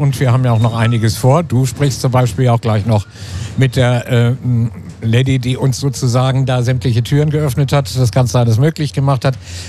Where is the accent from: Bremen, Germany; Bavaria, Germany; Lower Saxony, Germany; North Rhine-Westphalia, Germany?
Bremen, Germany; born there; Ich bin nun gebürtiger Bremer, aber die Erlebnisse kann ich teilen.